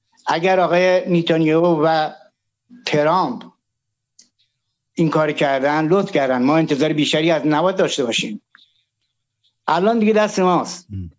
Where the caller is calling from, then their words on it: Iran; به عنوان یه ایرانی